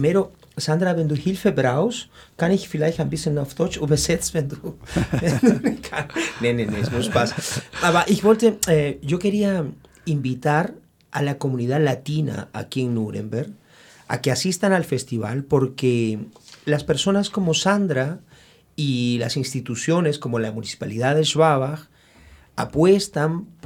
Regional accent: Arequipa, Peru; German is a second language; moved away; Yo vengo del sur del Perú. Ich komme aus Arequipa, im Sud, in Perú.

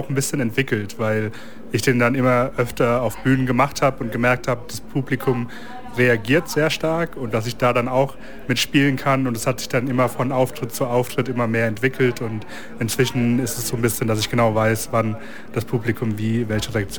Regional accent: Landau, Rhineland-Palatinate, Germany; Ich komme aus Landau in der Pfalz.

